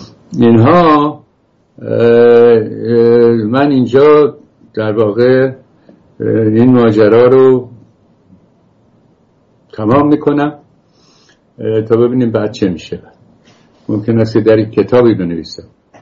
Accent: Iran; moved away as an adult; also born or lived in France / England; now in United States; با همون لباس و کت‌شلواری که ایران می‌پوشیدیم اینجا هم همونجور و شروع کردیم آرام آرام فرهنگ رو آموختن که رفتار آمریکایی چگونه است

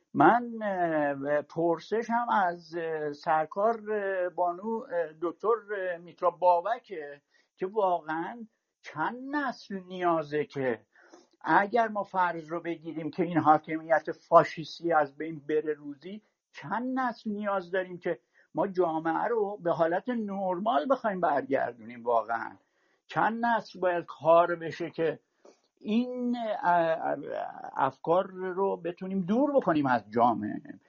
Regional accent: Iran; moved away; من الان 37 سالی که خارج از ایرانم

